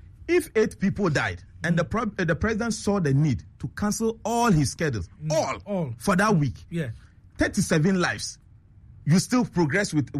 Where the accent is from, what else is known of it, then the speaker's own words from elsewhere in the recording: Accra, Greater Accra, Ghana; I was born and bred in Mamobi. When I was in Mamobi, then I attended Kotobabi 7 JHS. When it rained, the whole place used to flood.